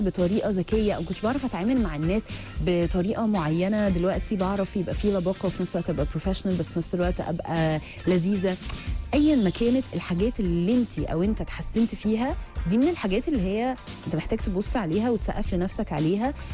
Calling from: Luxor, Luxor Governorate, Egypt; من الأقصر

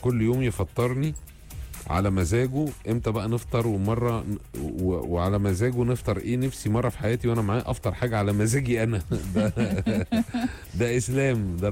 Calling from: Mansoura, Dakahlia, Egypt; من المنصوره

